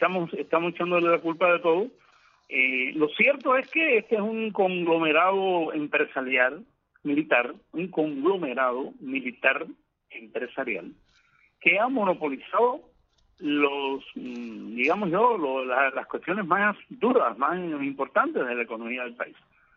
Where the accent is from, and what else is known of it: Cuba